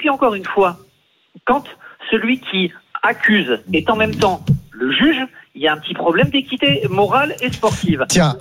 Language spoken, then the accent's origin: French; Toulouse, Occitanie, France; Alors d'ailleurs c'est parce que je suis toulousain, mais pas que.